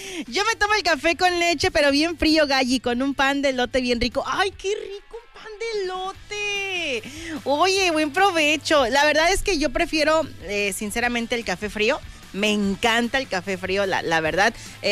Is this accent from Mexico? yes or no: yes; Mexico; como mexicanos, vale, que no tomamos.